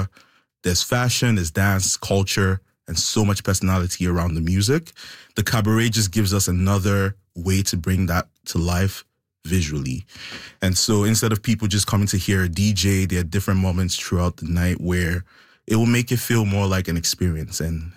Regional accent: Lagos, Nigeria; Yes, I'm from Lagos.

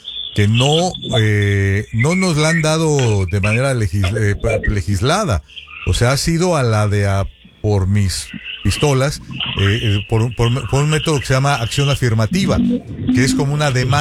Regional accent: Sonora, Mexico; now in Los Angeles, United States; yo soy sonorense

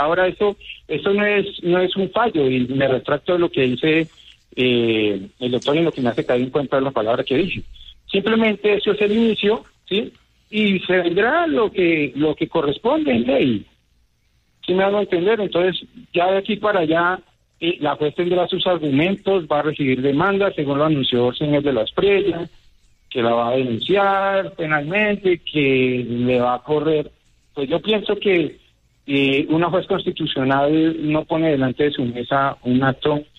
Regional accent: Colombia; Entonces, todos somos colombianos. Todos tenemos el derecho de vestir la camiseta de la selección Colombia.

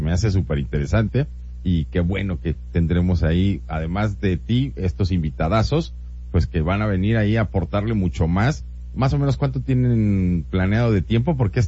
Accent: Mexico; somos los mexicanos quienes más lo hablamos

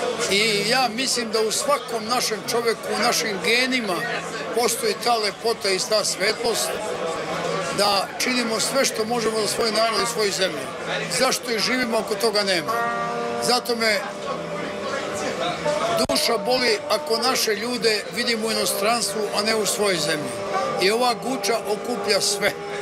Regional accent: Kosovo; mi kao ljudi, Srbi, posebno sa Kosova i Metohije, pre 3 decenije odlučili smo da uz podršku građana Guče sagradimo spomenik srpskom trubaču

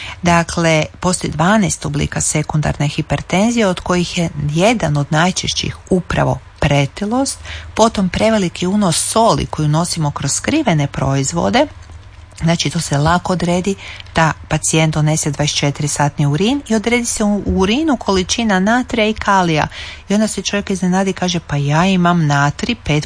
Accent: Croatia

